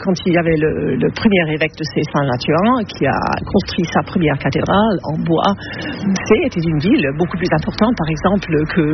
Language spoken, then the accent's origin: French; South East England, United Kingdom; French is a second language; also born or lived in London, United Kingdom / Scotland, United Kingdom; Ah, moi je viens tout au sud de l'Angleterre et mon mari du nord de l'Écosse. Donc on s'est retrouvés un peu à Londres et puis en Écosse et puis on est venus ici.